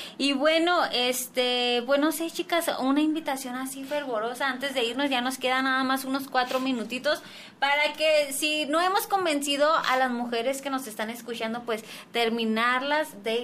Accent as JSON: {"language": "Spanish", "region": "Chihuahua", "country": "Mexico", "said": "yo soy de Chihuahua."}